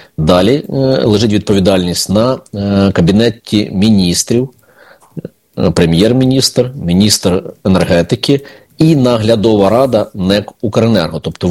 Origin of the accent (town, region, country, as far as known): Kyiv, Ukraine